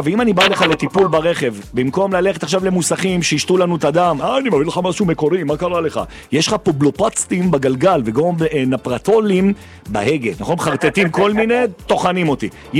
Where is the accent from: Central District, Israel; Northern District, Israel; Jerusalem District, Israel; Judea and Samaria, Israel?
Jerusalem District, Israel; Jerusalem; 200, כי אני ירושלמי, 200 שנה.